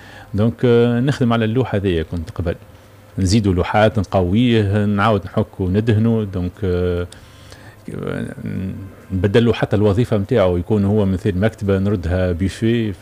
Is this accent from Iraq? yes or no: no; Tunisia; بلادنا تونس